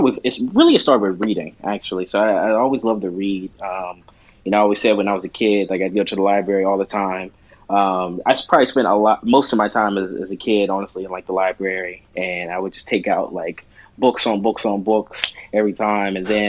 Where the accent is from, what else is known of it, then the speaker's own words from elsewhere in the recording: Pittsburgh, Pennsylvania, United States; So I lived all over the place. I've moved a lot throughout the city. I spent most of my time in the Hazelwood neighborhood. And I currently live in Squirrel Hill now.